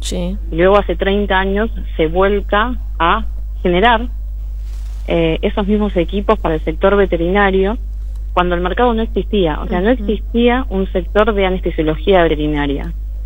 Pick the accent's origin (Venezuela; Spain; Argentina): Argentina; somos de Buenos Aires, sí, y tenemos la posibilidad hermosa de viajar por todo nuestro país